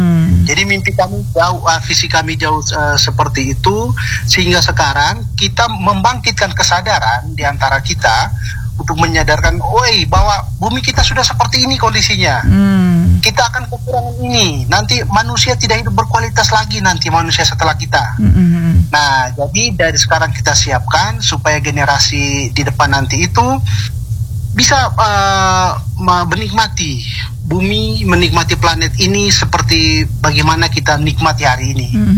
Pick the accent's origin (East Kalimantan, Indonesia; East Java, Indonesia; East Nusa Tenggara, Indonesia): East Nusa Tenggara, Indonesia; Flores; kita orang Flores